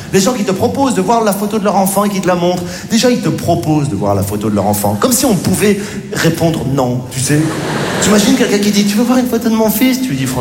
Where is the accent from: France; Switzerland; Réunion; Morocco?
Morocco; born there